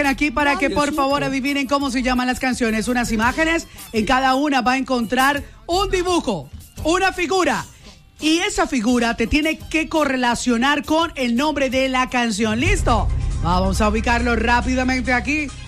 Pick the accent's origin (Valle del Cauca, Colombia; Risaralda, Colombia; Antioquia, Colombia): Valle del Cauca, Colombia; yo sé que los que somos de aquí del Valle del Cauca, lo recordamos, el pan de árbol